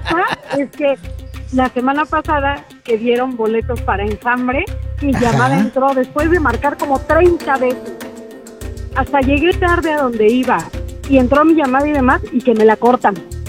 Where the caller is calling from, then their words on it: Mexico City, Mexico; De Gustavo Madero